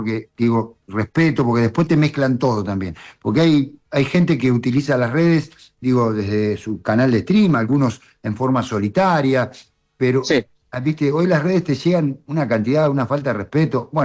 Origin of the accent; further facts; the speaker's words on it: Argentina; Sí nos podemos parar y podemos decir que somos argentinos y que somos agrandados y que hablamos por derecho propio y que no agrandamos nada.